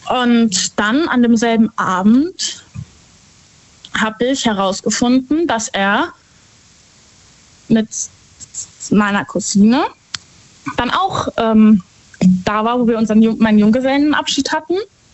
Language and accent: German; Herxheim, Rhineland-Palatinate, Germany; Ich komme aus Herxheim bei Landau.